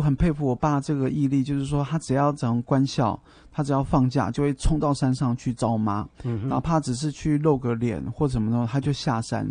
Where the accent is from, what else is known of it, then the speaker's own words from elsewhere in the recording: Sanchong, New Taipei, Taiwan; 我要特别说，就是我爷爷那一代啊，他对我爸妈他们的要求就是，不断就是因为从大陆转进，或者是说撤退来台嘛，那他们就是希望是在台湾这边可以安身立命。